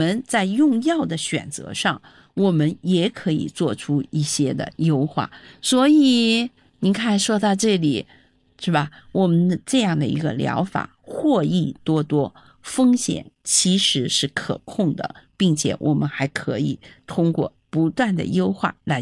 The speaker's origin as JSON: {"language": "Chinese", "country": "China", "said": "我们作为中国人，我们的血栓风险是比欧美人士呢要低的，"}